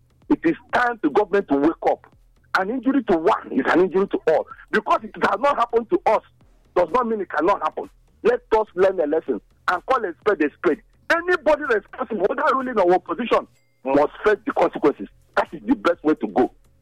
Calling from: Benin City, Edo, Nigeria; I'm calling from Benin.

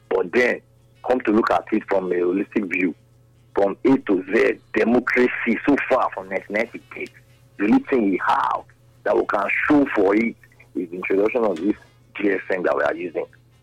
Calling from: Nigeria

